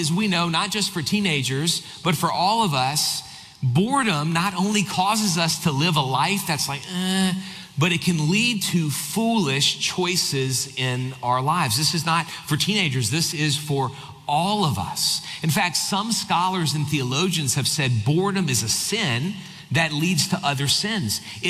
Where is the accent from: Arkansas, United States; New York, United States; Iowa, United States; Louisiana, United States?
Louisiana, United States; New Orleans; I grew up in South Louisiana, New Orleans area.